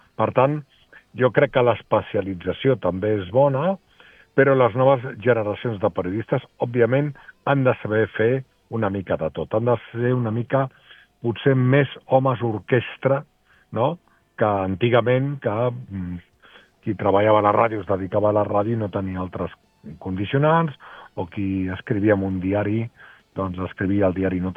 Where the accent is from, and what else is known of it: Argentona, Catalonia, Spain